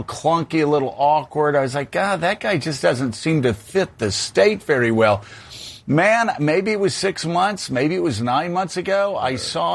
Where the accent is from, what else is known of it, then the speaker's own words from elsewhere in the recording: Georgia, United States; my home state, the state that I was born in.